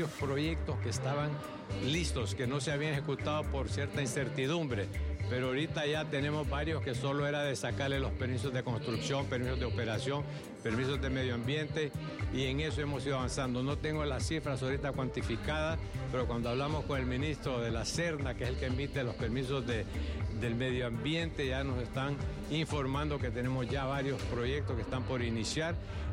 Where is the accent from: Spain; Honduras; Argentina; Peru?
Honduras